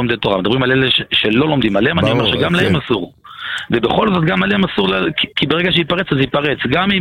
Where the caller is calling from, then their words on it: Central District, Israel; אנחנו מאזור מודיעין.